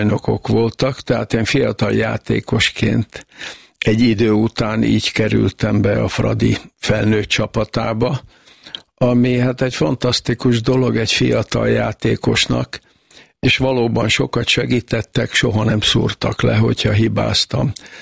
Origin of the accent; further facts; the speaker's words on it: Alpár, Bács-Kiskun, Hungary; én 46-ban születtem. És hát ott alpáron nagyon sokáig voltam a nagyszüleimnél, viszont tény, hogy a Tisza holtágába tettem meg az első tempókat.